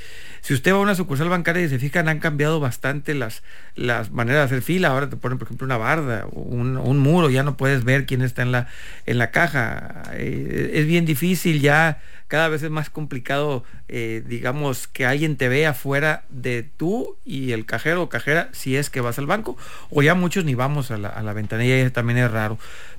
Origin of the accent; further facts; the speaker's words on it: Mexico; como mexicanos, como ciudadanos, tenemos que cuidarnos de todo mundo te quiere fregar